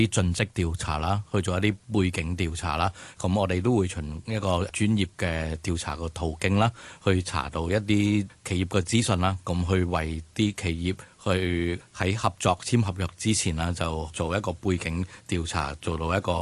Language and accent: Cantonese; Macau; 咁系嚟自于澳门嘅。咁我本身系澳门人啦，咁我就本身系澳门咧